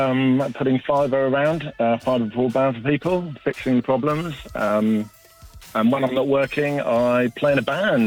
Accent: South East England, United Kingdom; moved away as an adult; now in Cornwall, United Kingdom; I'm from Hampshire originally.

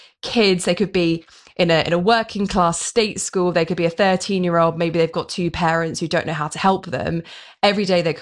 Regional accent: Borehamwood, East of England, United Kingdom; also born or lived in Bristol; I grew up in Boreham Wood on a council estate

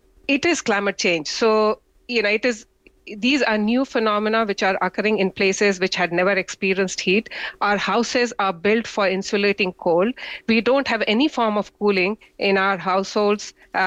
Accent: India; I'm an Indian. I know how to protect myself.

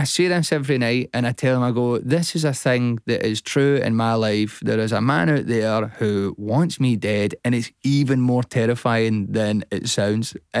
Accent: Scotland, United Kingdom; being Scottish

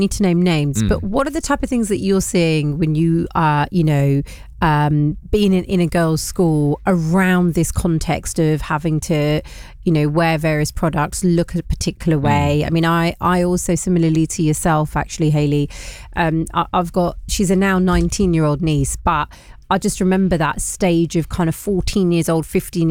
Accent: London, United Kingdom; I came from my hometown of Hounslow Central.

